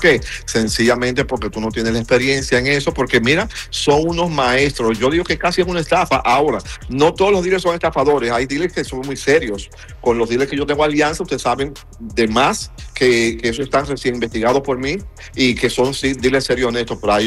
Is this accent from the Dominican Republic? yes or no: yes; Dominican Republic; now in United States; Yo soy de la República Dominicana